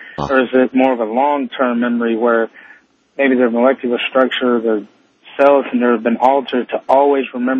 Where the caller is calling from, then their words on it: Huntsville, Alabama, United States; I'm listening to you in Huntsville, Alabama.